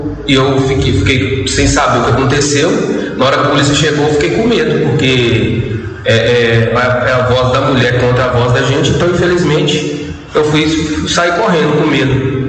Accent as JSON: {"language": "Portuguese", "town": "Novo Cruzeiro", "region": "Minas Gerais", "country": "Brazil", "said": "sou do Novo Cruzeiro."}